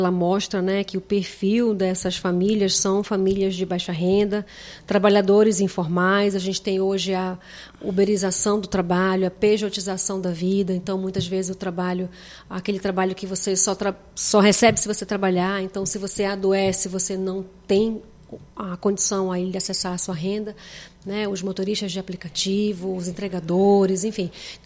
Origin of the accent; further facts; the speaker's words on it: Brazil; O quanto que a gente, enquanto brasileiros